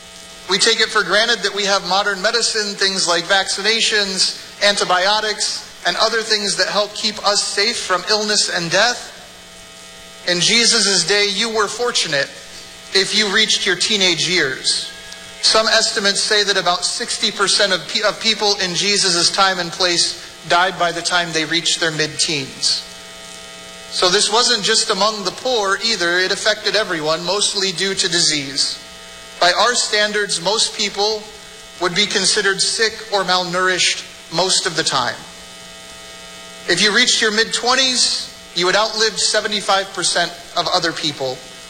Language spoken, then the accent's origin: English; United States